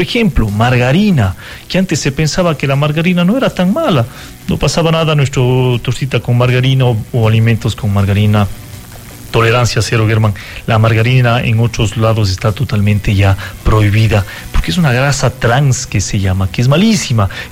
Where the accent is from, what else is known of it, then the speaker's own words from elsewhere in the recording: Cuenca, Azuay, Ecuador; Toda la vida he sido un amante del café. Como buen cuencano que somos, ecuatorianos.